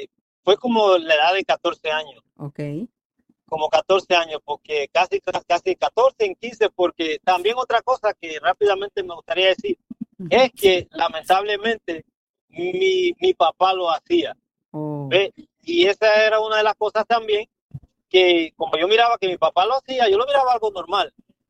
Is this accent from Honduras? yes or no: yes; Honduras; born there; moved away; nací en Honduras, ¿no? En Centroamérica.